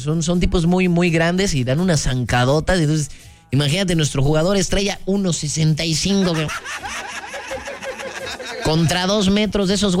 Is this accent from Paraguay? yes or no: no; Mexico; Los mexicanos nos llevamos, o sea, somos cotorros.